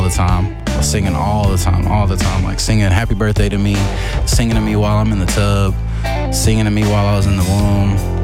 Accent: the South, United States; I am from the South.

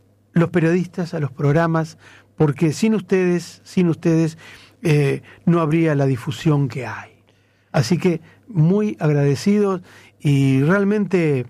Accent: Rosario, Santa Fe, Argentina; Somos la segunda ciudad del país

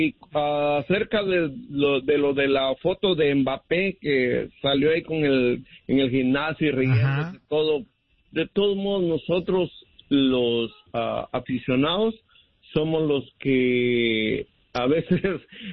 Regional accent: Mexico City, Mexico; la mayoría de los que somos del DF pues somos morenos

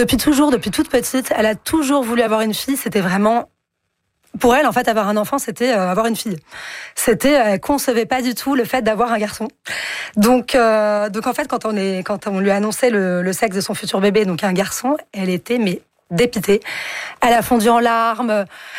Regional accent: France; C'est vrai que chez nous, en France, ou comme vous le disiez au Canada, c'est pas possible.

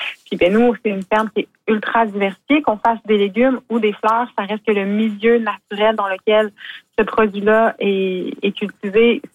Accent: Baie-des-Sables, Quebec, Canada; Oui, parce que moi, je suis native de Baie-des-Sables.

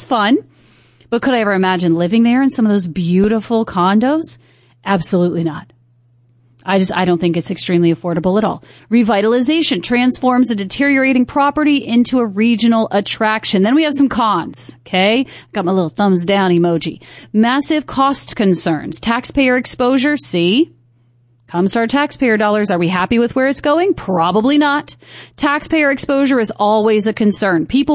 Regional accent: Makakilo, Hawaii, United States; And so I came from Makakilo side, definitely not used to this type of traffic or noise for that matter.

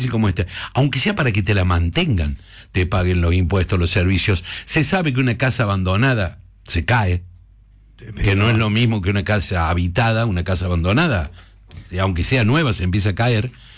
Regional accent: Argentina; cómo somos en Argentina

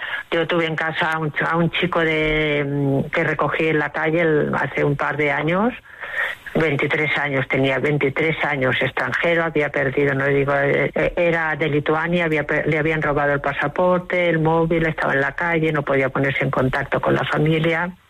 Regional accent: Badalona, Catalonia, Spain

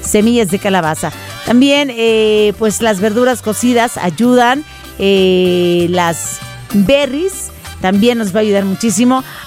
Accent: Mazatlán, Sinaloa, Mexico; Y yo soy marinera, pero soy de Mazatlán, Sinaloa. Bendita de tierra de bandas y de gente trabajadora.

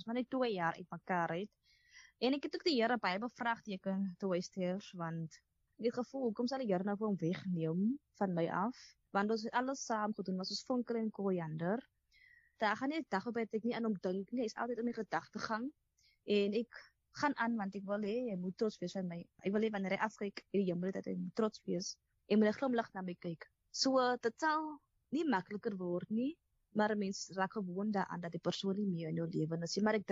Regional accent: Atlantis, Western Cape, South Africa; now in Atlantis, South Africa; by die skool het hulle vir my gevra van waar is ek, en sê, ek is van Atlantis, ek bly in Island Place, ek bly in die kort

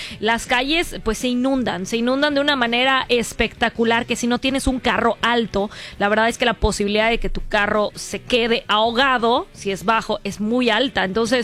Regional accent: Yucatán, Mexico; Somos yucatecos, efectivamente somos yucatecos

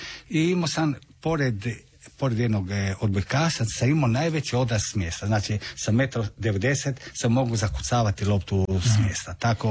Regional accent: Pula, Istria County, Croatia; ja sam zajedno sa bratom do 93. smo imali isključivo talijansko državljanstvo i 93. smo, pošto smo rođeni u Puli, smo dali zahtjev i imao mi hrvatsko državljanstvo.

